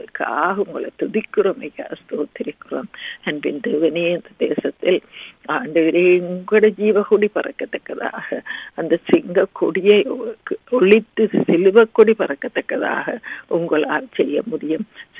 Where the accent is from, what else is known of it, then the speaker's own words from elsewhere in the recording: Sri Lanka; moved away; நாங்கள் பிறந்து வளர்ந்த இலங்கை தீவுக்காக